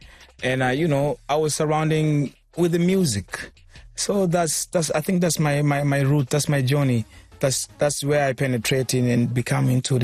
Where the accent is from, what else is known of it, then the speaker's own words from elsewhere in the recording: Arusha, Tanzania; also born or lived in Dar es Salaam, Tanzania; I was born and raised in Arusha. Yeah. So we came from Arusha, and then later on, we had to go to Dar because Dar is where everything is.